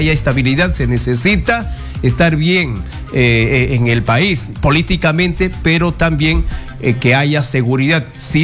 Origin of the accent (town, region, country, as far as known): Peru